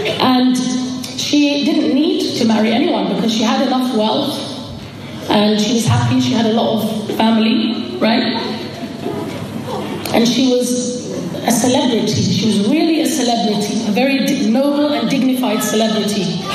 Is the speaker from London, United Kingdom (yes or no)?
yes; Hackney, London, United Kingdom; she used to walk on the streets of, we grew up in Hackney, she used to walk on the streets of Hackney